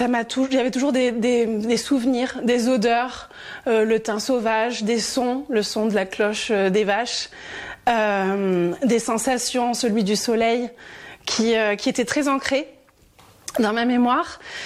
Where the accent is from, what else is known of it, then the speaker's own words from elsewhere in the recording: Tarbes, Occitanie, France; born there; moved away as an adult; also born or lived in Bordeaux / Scotland; avant l'Écosse, j'ai fait 6 ans à Bordeaux parce que mes parents sont séparés, tout ça. Moi, à la base, je suis de Tarbes, donc pas si loin de la vallée des Gaves, mais pas non plus dans la vallée exactement. Et en Écosse, j'y suis allée après le bac, en fait, pour passer une année, apprendre l'anglais